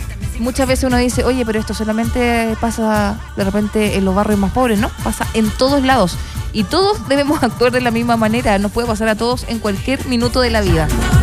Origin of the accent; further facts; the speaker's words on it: Chile; los chilenos somos los resilientes, somos fuertes